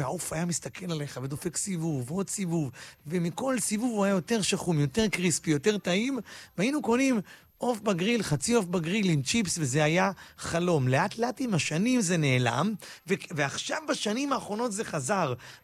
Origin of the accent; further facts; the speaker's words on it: Bat Yam, Tel Aviv District, Israel; אני כשהייתי ילד, אני גדלתי בעיר בת ים